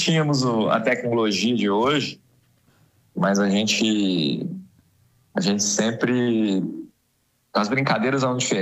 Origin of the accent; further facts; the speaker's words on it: Capelinha, Minas Gerais, Brazil; Eu cresci em Capelinha. Eu estudei na escola Coronel Coelho, ali na praça, no centro de Capelinha